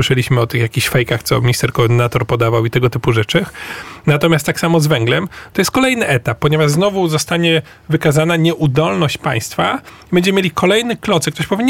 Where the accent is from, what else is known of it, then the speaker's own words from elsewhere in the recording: Orneta, Warmian-Masurian Voivodeship, Poland; jak ja pochodzę z Ornety i mogę zrobić Komisję Ornecką.